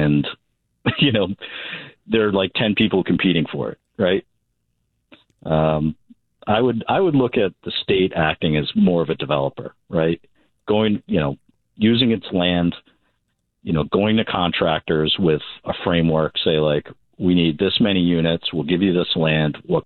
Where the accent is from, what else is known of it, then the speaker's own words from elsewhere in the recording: Narragansett, Rhode Island, United States; I'm from Narragansett. When I went to high school, you know, it was 126 kids.